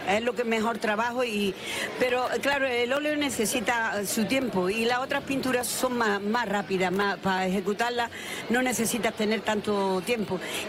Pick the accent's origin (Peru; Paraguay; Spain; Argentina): Spain; Órgiva, Andalusia; also born or lived in Germany; Mi tierra y la luz, que yo necesitaba la luz, que si no me iba a morir allí.